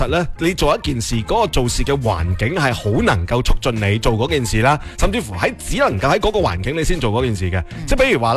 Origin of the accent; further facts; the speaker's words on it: Guangdong, China; 对于我哋广东人嚟讲